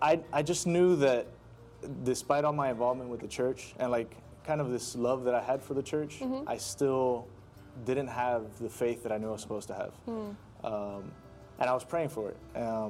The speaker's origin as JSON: {"language": "English", "town": "Miami", "region": "Florida", "country": "United States", "tie": "born or raised there", "also_born_or_lived": "Georgia / Alabama", "said": "we moved here pretty early on. So for the majority of my life, I went to school here in Miami, Catholic school from like first grade all the way through high school."}